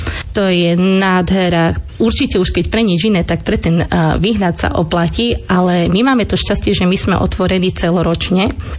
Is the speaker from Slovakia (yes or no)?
yes; Stará Ľubovňa, Prešov Region, Slovakia; accent: Eastern Slovak; u mňa je cítilný východniarský prízvuk, za ktorý sa ja nehambím a som na ňo hrdá už teraz.